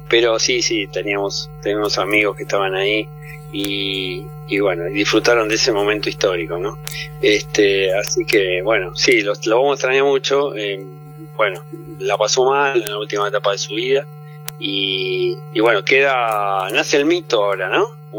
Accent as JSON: {"language": "Spanish", "town": "Avellaneda", "region": "Buenos Aires Province", "country": "Argentina", "tie": "born or raised there", "said": "Y bueno, sí, yo nací a 3 cuadras de la cancha de Racing, en una clínica que estaba ahí. Viví en Avellaneda, vivo en Avellaneda, todo en Avellaneda, trabajo en Avellaneda"}